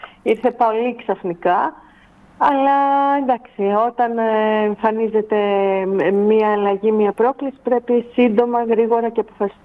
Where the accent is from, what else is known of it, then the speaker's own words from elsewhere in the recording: Leipsoi, South Aegean, Greece; αγαπώ τον τόπο μου